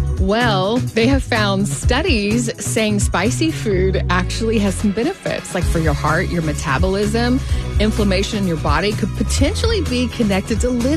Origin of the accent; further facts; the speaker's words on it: Texas, United States; I'm always going to say Mexican food because I'm from Texas and that kind of thing.